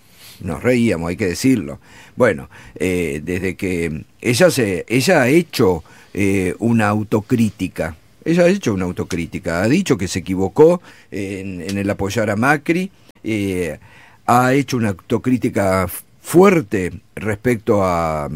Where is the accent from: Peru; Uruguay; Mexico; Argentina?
Argentina